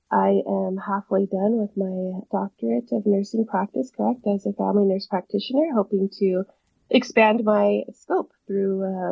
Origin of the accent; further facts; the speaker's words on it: California, United States; I'm from the Rock Village people. I'm a tribal member of the Big Valley Rancheria of Pomo Indians.